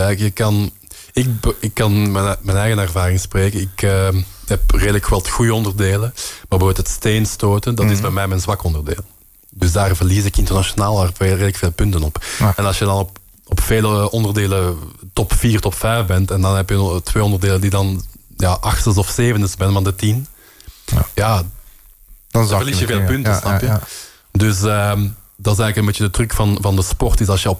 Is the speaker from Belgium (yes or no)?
yes; Belgium; Ja, hooggooien kan ik nu ook als Belg wel goed.